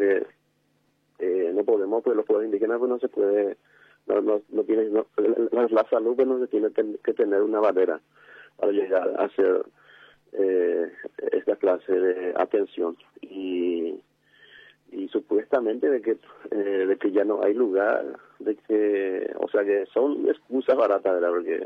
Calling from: Alto Paraguay, Paraguay; de H. Mosquito queda el Puerto Casado 35 kilómetros y tenemos acá un unidad de salud familiar

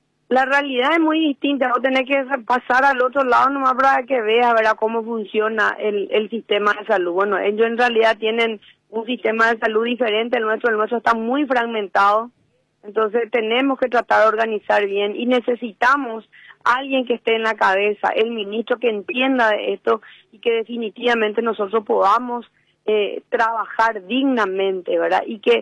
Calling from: Ciudad del Este, Alto Paraná, Paraguay

